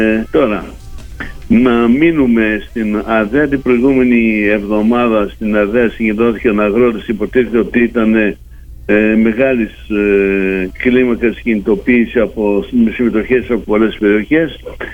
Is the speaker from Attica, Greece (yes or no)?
no; Central Macedonia, Greece